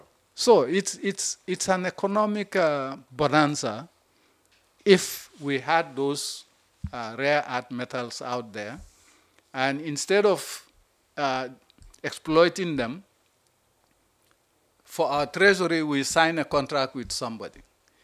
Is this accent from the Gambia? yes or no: yes; Gambia; born there; Part of my childhood, I grew up in Kauri, in that Panjang area.